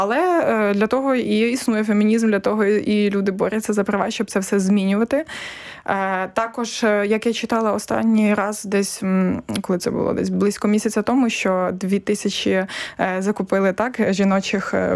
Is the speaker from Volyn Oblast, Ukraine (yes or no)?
yes; Volyn Oblast, Ukraine; там я з Волинської області теж ми аналізували, скільки жінок голів громад